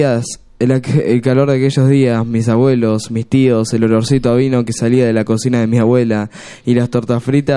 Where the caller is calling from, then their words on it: Comodoro Rivadavia, Chubut, Argentina; Hoy, viviendo lejos de mi tierra, mando un abrazo enorme desde Comodoro Rivadavia. Chubut.